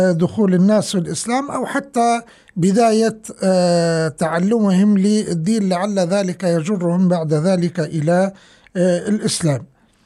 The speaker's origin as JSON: {"language": "Arabic", "country": "Libya", "accent": "Libyan", "said": "والله واحد جايب سطل بغلي بلهجتنا الليبية يعني دلو من الاسمنت"}